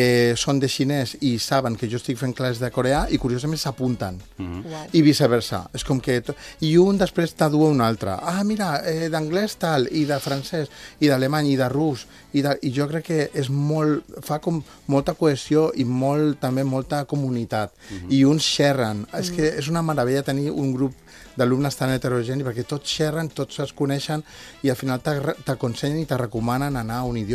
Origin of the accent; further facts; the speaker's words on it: Barcelona, Catalonia, Spain; jo, evidentment, se'm nota que som de Barcelona